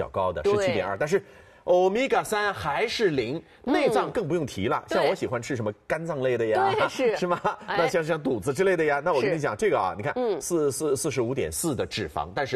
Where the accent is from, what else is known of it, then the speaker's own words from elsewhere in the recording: China; 我们中国人